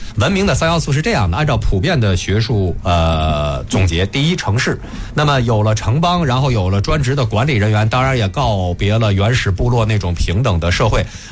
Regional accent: China; 但是我们都是炎黄子孙，对吧？那我们有我们共同的，比方说像这个孔夫子、孔庙等等，这是我们中国人的。

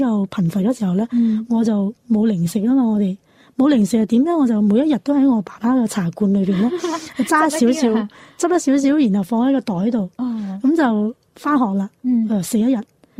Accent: Guangdong, China

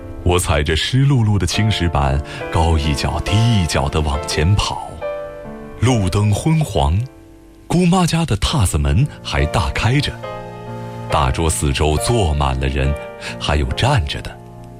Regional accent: Jiangsu, China; 我老家那个镇地处三县交界，我们属于江苏省兴化县，但离兴化远，离东台县城却近，只有十多华里。

